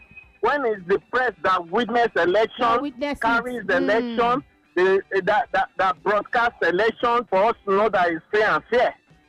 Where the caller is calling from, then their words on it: Lagos, Nigeria; I'm calling in from Lagos.